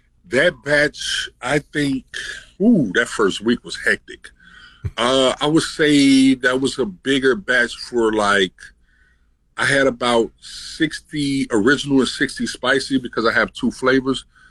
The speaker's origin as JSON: {"language": "English", "town": "Chicago", "region": "Illinois", "country": "United States", "tie": "born or raised there", "said": "I'm from Chicago. I'm originally born in Chicago, born and raised in Chicago."}